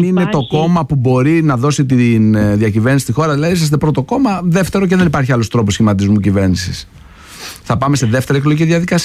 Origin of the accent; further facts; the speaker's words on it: Greece; Εγώ δεν είμαι ούτε φιλορώσος ούτε φιλοαμερικάνος. Είμαι Έλληνας. Και κοιτάω τα συμφέροντα της Ελλάδας.